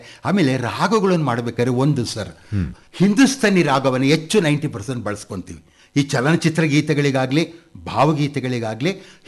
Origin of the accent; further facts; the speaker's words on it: Shivamogga, Karnataka, India; born there; first language Kannada; ಶಿವಮೊಗ್ಗದಲ್ಲಿ ನಾನು ಓದಬೇಕಾದ್ರೆ